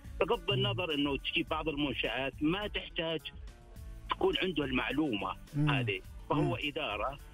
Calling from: Riyadh, Riyadh Province, Saudi Arabia; من الرياض.

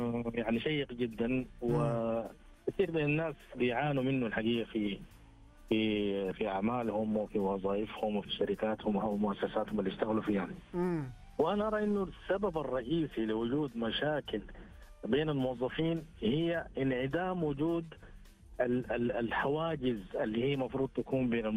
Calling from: Riyadh, Riyadh Province, Saudi Arabia; من الرياض.

